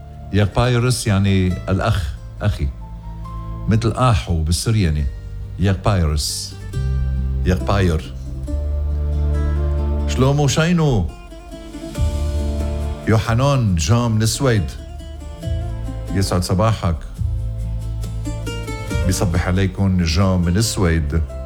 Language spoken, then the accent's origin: Arabic; Lebanon; بوطني ووطنكم لبنان؟